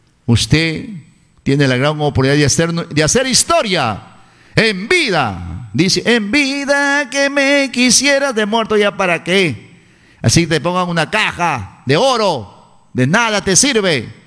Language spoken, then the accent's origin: Spanish; La Peca, Amazonas, Peru; Hoy en La Peca, en mi tierra